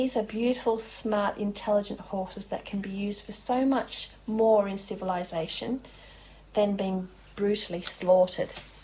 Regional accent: New South Wales, Australia; my hometown being the Snow Mountains, where my dad was an engineer. He lived in an old township called Cabramurra, moved across to the new township when I was a newborn baby.

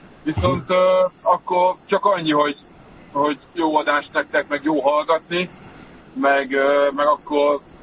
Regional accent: Csongrád, Csongrád-Csanád, Hungary; born or raised there

